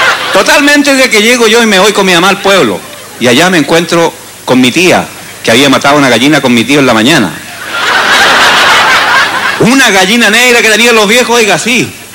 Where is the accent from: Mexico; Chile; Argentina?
Chile; La guaracha, amigos, aunque no siendo chilena, llegó con las vitrolas a Chile y en mi tierra la cantábamos así.